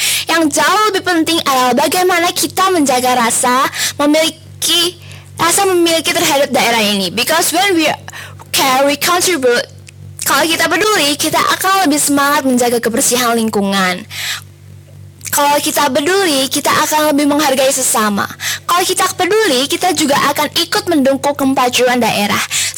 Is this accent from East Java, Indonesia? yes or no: yes; Ngawi, East Java, Indonesia; tapi deket dengan kehidupan kita sebagai warga Kabupaten Ngawi.